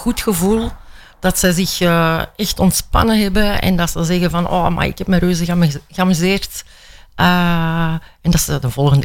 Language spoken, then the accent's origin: Dutch; Antwerp, Flanders, Belgium; Ik ben van Antwerpen en ik ben ook maar een gewoon vrouw, hoor.